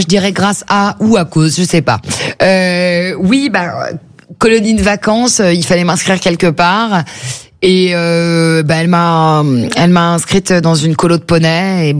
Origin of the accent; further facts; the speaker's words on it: Le Chesnay, Île-de-France, France; born there; now in Paris, France; Ce que je trouve fou aujourd'hui en tant que parisienne, je me dis, mais j'aurais dû me rendre compte de la chance que j'avais d'avoir vraiment mes poneys à 200 mètres de chez moi. C'est là où je vous dis que la vie au Chênay, c'est pas la même qu'une vie parisienne, même si on n'est pas très loin.